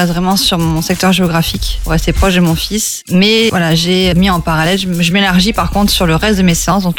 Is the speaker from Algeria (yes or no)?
no; Nouvelle-Aquitaine, France; je suis originaire de la Gironde